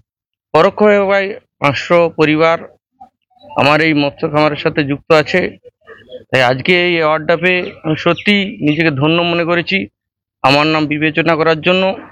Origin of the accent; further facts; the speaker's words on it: Moyna, West Bengal, India; বাড়ি পূর্ব মেদিনীপুর জেলার ময়না ব্লক থেকে এসেছি।